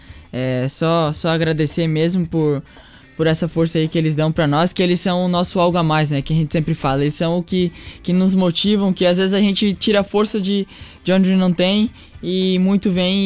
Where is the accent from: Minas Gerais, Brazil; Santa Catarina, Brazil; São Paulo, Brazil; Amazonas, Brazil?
Santa Catarina, Brazil; Rio do Sul; also born or lived in Joinville / Blumenau; now in Chapecó, Brazil; eu sou natural aqui mesmo de Santa Catarina, né? Sou de Rio do Sul.